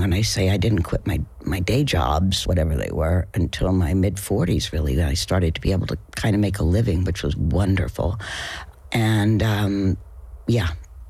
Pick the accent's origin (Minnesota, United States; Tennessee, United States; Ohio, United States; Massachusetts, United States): Tennessee, United States; Knoxville; I grew up doing theater as a kid. The university in my hometown, Knoxville